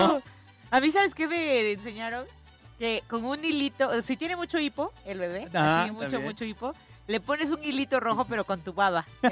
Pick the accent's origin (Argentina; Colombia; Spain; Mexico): Mexico; Ay, nosotros como mexicanos podemos salir a cenar